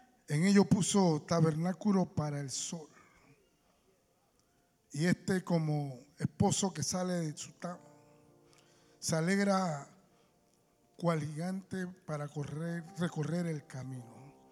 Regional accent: Panama; Tampoco somos los mejores panameños ni somos los más santos.

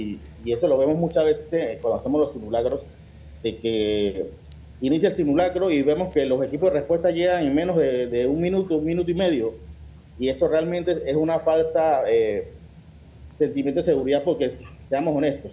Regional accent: Panama

